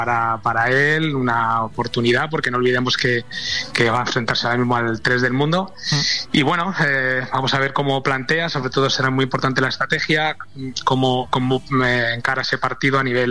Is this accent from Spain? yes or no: yes; Leganés, Community of Madrid, Spain; yo también soy de Leganés